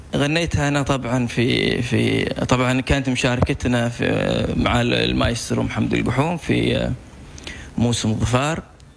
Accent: Yemen; عندنا في اليمن

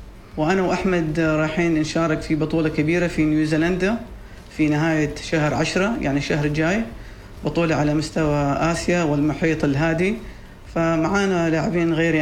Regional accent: Oman; الملاعب جميلة الحمد لله اللي عندنا في عمان

